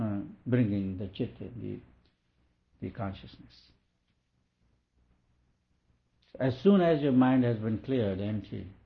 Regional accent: India

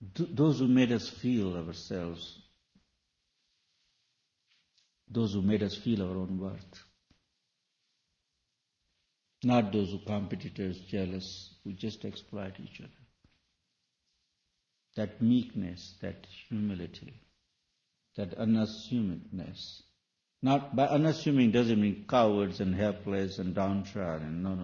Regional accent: India; because I'm from India

